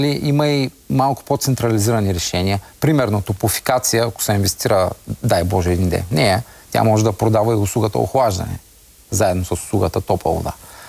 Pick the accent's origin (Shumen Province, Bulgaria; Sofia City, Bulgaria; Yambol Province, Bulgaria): Yambol Province, Bulgaria; Yambol; ами аз в моето детство понятието климатик не съм знаел даже какво е. Аз съм от Ямбол. Там жегите бяха ежедневие.